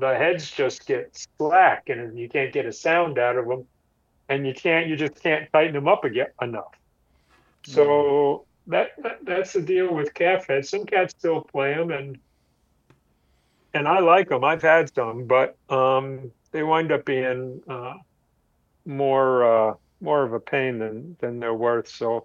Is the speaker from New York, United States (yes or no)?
yes; New York, United States; I grew up in New York, and I went to Junior High School 127, Castle Hill Junior High School in the Bronx